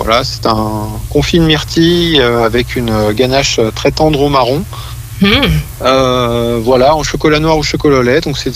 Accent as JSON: {"language": "French", "town": "Aix-les-Bains", "region": "Auvergne-Rhône-Alpes", "country": "France", "said": "je viens de Aix-les-Bains."}